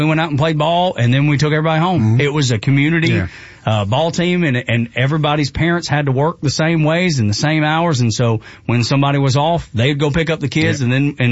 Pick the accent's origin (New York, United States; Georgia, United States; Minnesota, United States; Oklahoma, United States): Georgia, United States; Dalton; I was born and raised in Northwest Georgia up in Dalton, and everybody works in carpet mills, and ain't nobody got anything.